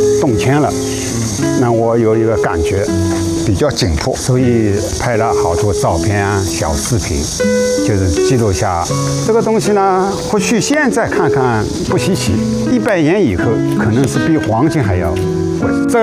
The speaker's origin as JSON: {"language": "Chinese", "region": "Shanghai", "country": "China", "tie": "born or raised there", "said": "我从小就住在这里。"}